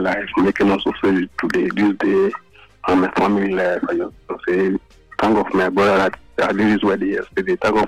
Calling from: Nigeria; Ugbo, Second Ugbo.

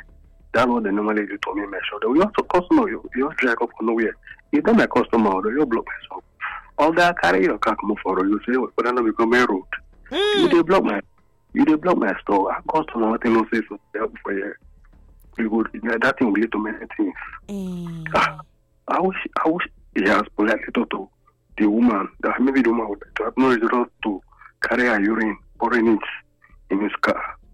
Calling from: Nigeria; from Onogwa.

